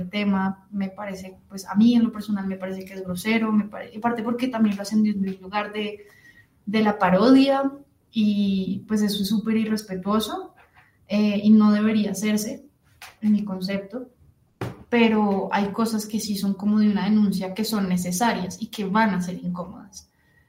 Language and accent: Spanish; Colombia; me representa como colombiana